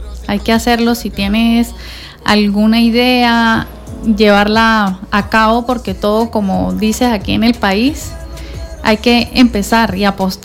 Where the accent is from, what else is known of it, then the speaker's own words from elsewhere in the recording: Venezuela; como todo venezolano que nos encanta las arepas